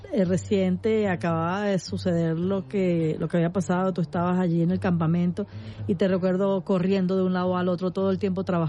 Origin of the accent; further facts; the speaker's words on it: Venezuela; Y sí, así somos las mujeres venezolanas y eso, como lo dije en un programa anterior, eso nos ha ayudado a salir adelante.